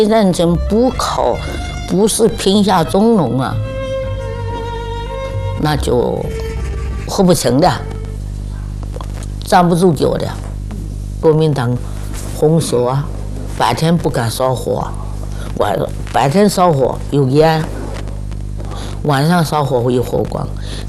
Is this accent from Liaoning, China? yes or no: no; Fujian, China; born there